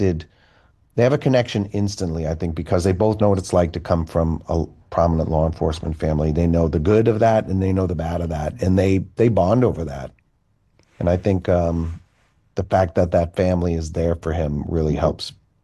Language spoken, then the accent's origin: English; Boston, Massachusetts, United States; I am a Bostonian